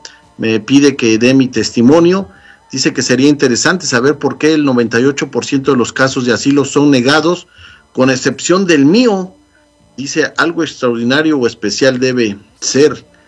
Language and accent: Spanish; Morelos, Mexico; moved away as an adult; also born or lived in Mexico City; now in United States; Yo estaba escribiendo en ese momento para un semanario en el estado de Morelos, donde yo ya residía y de donde soy originario. Muchos años viví en la Ciudad de México y trabajé en la Ciudad de México.